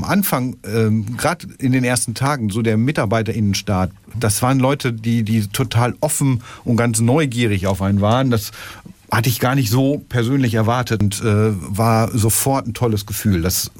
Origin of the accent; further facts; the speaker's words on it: Stolzenau, Lower Saxony, Germany; also born or lived in Hanover / Petershagen; now in Minden, Germany; In Hannover habe ich tatsächlich nie gelebt, aufgewachsen. Bin ich in Stolzenau. Ich sage immer, ich bin Dorfkind. Also ich bin wirklich in diesem ländlichen Raum zwischen Stolzenau, Petershagen und dann Minden aufgewachsen. Ich bin wirklich ein Dorfkind und Weserjunge.